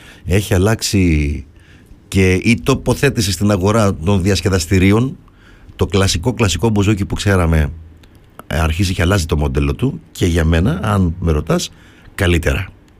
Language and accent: Greek; Greece; Εδώ έχουμε αλλάξει σαν Έλληνες, σαν DNA τώρα, γιατί έχω και μια ηλικία.